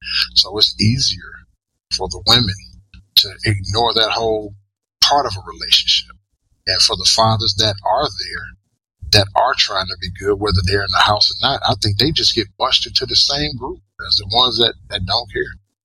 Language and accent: English; Georgia, United States; I grew up in Georgia. I'm in the North Coast now, but I grew up in Georgia. Extremely poor, from a poor family, poor background